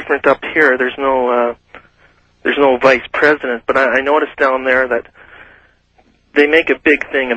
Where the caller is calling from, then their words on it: Edmonton, Alberta, Canada; in Edmonton, Canada.